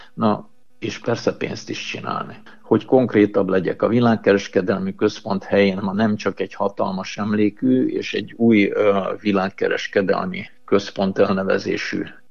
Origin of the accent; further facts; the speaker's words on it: Hungary; hát mi Magyarországról jöttünk, és véletlenül kerültünk ugyan ide